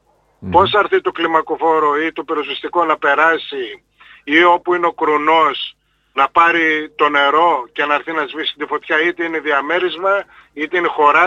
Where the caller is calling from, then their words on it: Plagiari, Central Macedonia, Greece; είμαι από το Πλαγιάρι.